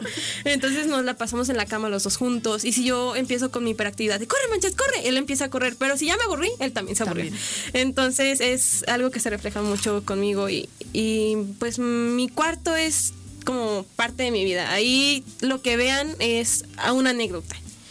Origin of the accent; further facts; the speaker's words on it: Aguascalientes, Mexico; born there; also born or lived in Veracruz; Soy de Aguascalientes, okay. Pero es que me adoptaron aquí. O sea, aquí nací, aquí me adoptaron y luego me llevaron a vivir a Veracruz porque ahí consiguió papá trabajo. Y porque creo que sí, él sí es de Veracruz. Y ya, pero nos regresamos porque la inseguridad allá sí estaba fea.